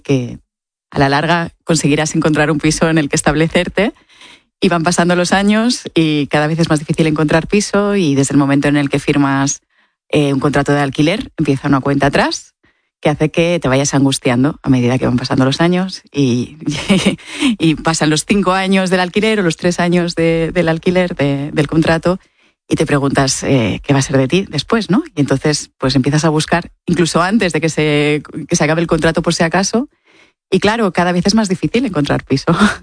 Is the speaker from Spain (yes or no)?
yes; Balearic Islands, Spain; moved away as an adult; now in Barcelona, Spain; Desde que llegué a Barcelona hace 30 años, llegué de Mallorca.